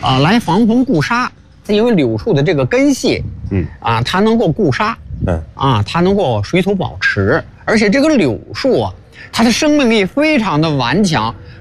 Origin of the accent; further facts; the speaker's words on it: Hebei, China; 我们柳泉镇的南房上村